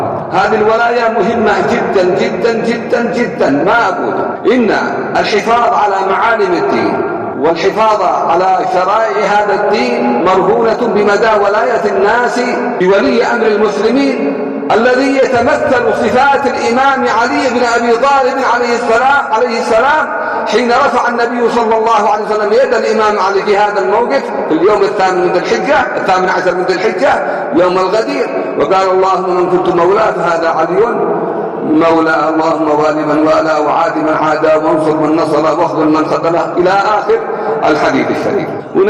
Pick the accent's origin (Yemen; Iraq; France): Yemen; نحن لسنا بدعا من أهل اليمن